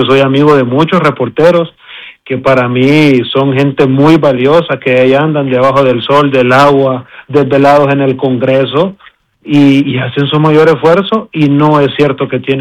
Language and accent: Spanish; Honduras; soy un hondureño más